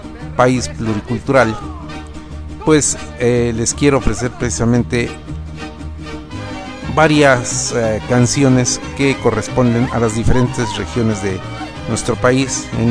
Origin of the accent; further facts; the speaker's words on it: Mexico; algo de mi tierra mexicana, que es, como ustedes saben, un país más o menos grande, con de aproximadamente 2 millones de kilómetros cuadrados.